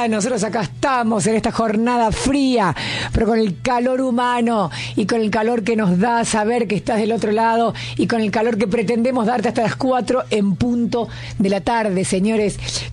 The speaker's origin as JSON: {"language": "Spanish", "country": "Argentina"}